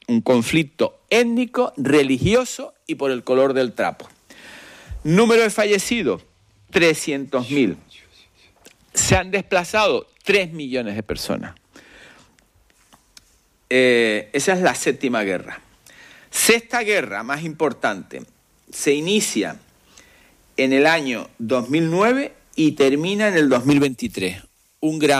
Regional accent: Canary Islands, Spain; yo me siento muy canario y me gusta la bandera canaria y me gusta la bandera española y soy muy español.

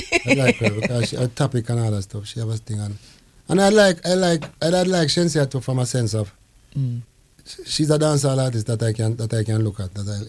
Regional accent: Montego Bay, Saint James, Jamaica; I'm from Montego Bay too

